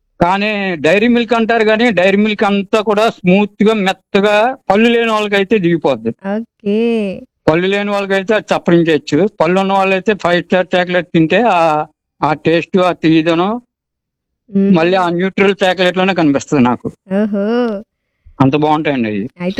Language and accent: Telugu; Bhimavaram, Andhra Pradesh, India; born there